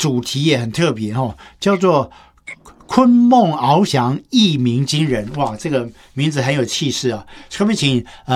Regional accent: Tainan, Taiwan; 因为我的老家在台南

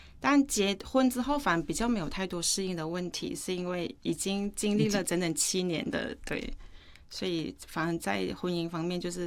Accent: Northern Thailand, Thailand; 但是可能我们去到我们的小县城里面是泰国北部的方言叫兰纳，就是我们北部的方言叫康蒙

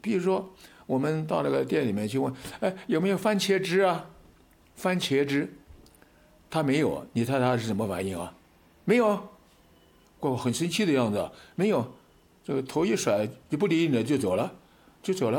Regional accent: China; 我们真是感谢上帝这样眷顾我们中国人，让我们有这么样漂亮的锦绣河山

